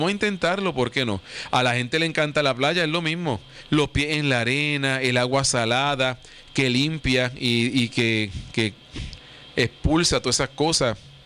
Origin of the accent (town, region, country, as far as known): Puerto Rico